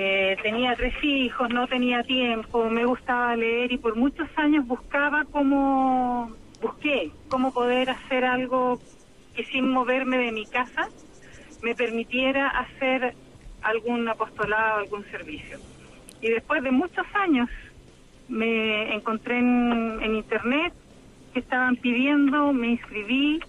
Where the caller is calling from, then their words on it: Santiago, Santiago Metropolitan Region, Chile; de acá de Providencia.